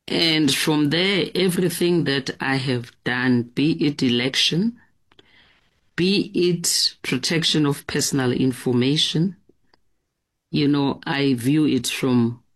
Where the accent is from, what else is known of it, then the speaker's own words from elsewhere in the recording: Evaton, Gauteng, South Africa; I grew up in Everton. Poverty-stricken area. It's still like that. Grew up without lights, without electricity, without running water and sanitation.